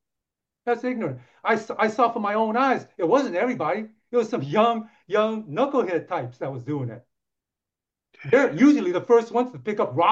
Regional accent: Los Angeles, California, United States; I grew up in Crenshaw District in Los Angeles, Crenshaw and West Adams area, primarily African American area.

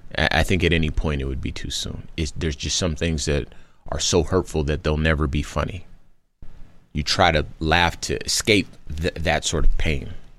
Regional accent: Compton, California, United States; It was some positivity in the neighborhood that I grew up in Compton, California.

